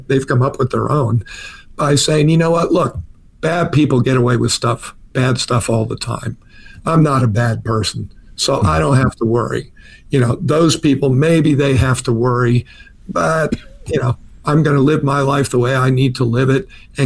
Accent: New York, United States; I grew up in New York

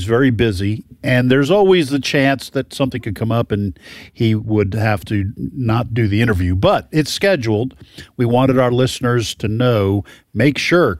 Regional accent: New England, United States; I've been growing up in New England.

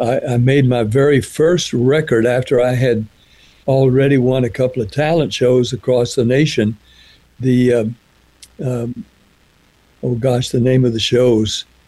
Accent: Nashville, Tennessee, United States; also born or lived in Jacksonville, Florida; We had relatives in Florida, Jacksonville, where I was born in Jacksonville, raised in Nashville.

